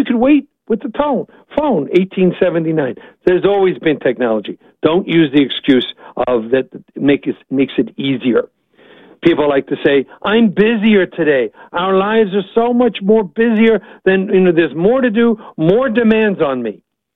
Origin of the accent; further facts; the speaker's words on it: New York, United States; I talk fast. I'm from New York, so I can do this.